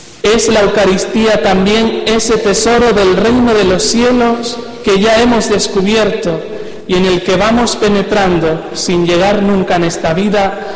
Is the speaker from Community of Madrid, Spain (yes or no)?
no; Arrecife, Canary Islands, Spain; moved away as an adult; now in Gran Canaria, Spain; soy natural de aquí, de Arrecife, soy porteño, ¿no? Antes le decíamos el puerto del Arrecife. Bueno, soy arrecifeño, estoy estos días por aquí, estoy destinado en Gran Canaria